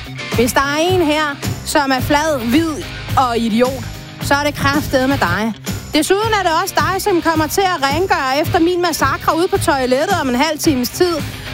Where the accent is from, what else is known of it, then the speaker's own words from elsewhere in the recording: Funen, Region of Southern Denmark, Denmark; Jeg kommer fra Fyn.